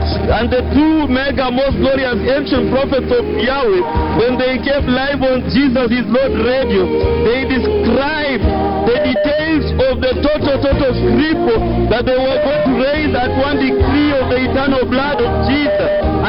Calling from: Juja, Kiambu County, Kenya; And I'm calling from the Juja main altar here.

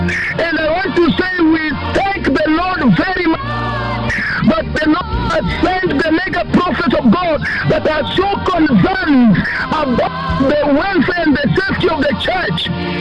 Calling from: Uasin Gishu County, Kenya; I'm reporting from Uasin Gishu, the entire church of Uasin Gishu.

